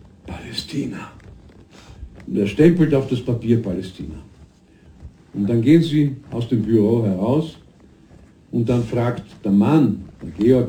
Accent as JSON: {"language": "German", "country": "Austria", "said": "wie hieß es vor wenigen Jahren bei uns in Österreich, das Boot ist voll."}